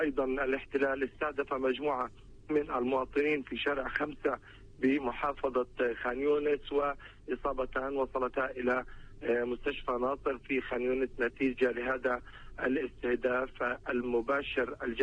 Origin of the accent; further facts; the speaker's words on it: Palestine; تصريحات يعني منا كفلسطينيين،